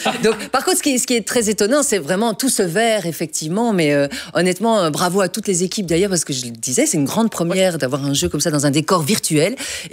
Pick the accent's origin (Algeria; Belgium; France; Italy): Belgium; chez nous en Belgique.